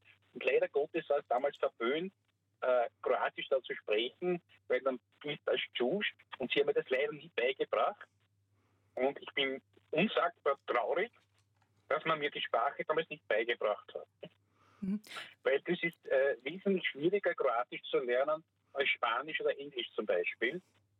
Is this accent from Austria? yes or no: yes; Vienna, Austria; born there; ich bin 1958 geboren in Wien und meine Eltern waren beide, stammen aus Kroatien in burgenländischen Ortschaften.